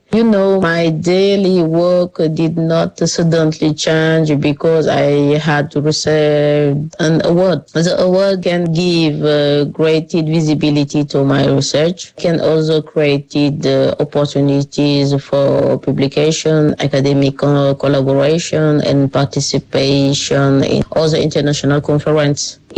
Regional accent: Senegal; accent: French; English is a second language; It is not my first language, but the participants were very kind. What matters most to me? It was able to use my voice, even with my French accent, to bring the experience of Senegalese women into an international academic space.

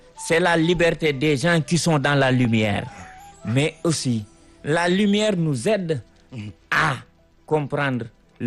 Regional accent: Senegal

